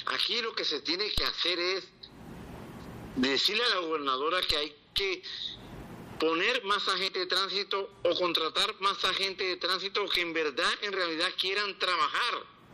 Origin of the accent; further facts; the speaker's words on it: San Andrés, San Andrés, Providencia and Santa Catalina, Colombia; aquí prácticamente me crié y nací, y como no nací, pero me crié aquí en San Andrés hace 35 años.